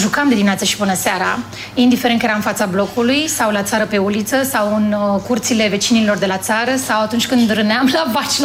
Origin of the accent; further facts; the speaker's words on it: Bucharest, Romania; also born or lived in Stântava, Giurgiu; m-a crescut mama mamei mele și am crescut undeva prin Ferentari, tot la casă, în curte, pe bătătură